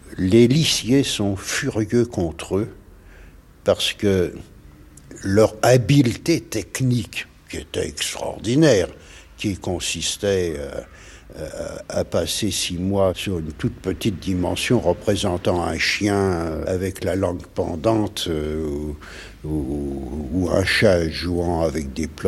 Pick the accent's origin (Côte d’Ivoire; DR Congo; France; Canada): France; Paris, Île-de-France; parce que moi, je suis parisien, et l'URSSAF est dans le Lot.